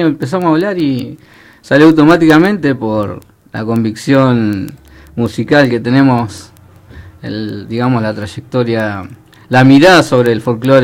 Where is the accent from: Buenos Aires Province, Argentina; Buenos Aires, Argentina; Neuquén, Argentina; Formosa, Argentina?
Neuquén, Argentina; Junín de los Andes; moved away as an adult; now in Santa Cruz, Argentina; De Junín de los Andes, ahí pegadito a San Martín, zona sur, Villa Langostura, toda esa hermosura, esa inmensidad